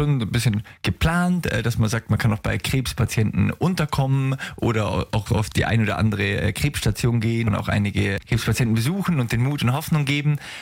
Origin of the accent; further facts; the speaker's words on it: Bavaria, Germany; born there; Ich komme gebürtig aus dem Allgäu